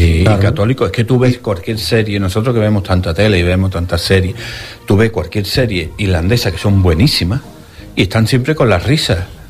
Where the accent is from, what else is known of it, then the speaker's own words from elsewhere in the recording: Seville, Andalusia, Spain; somos sevillanos, andaluces